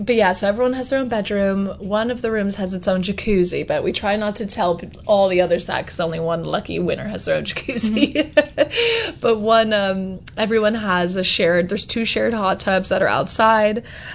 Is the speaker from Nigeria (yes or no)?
no; Canada; I'm Canadian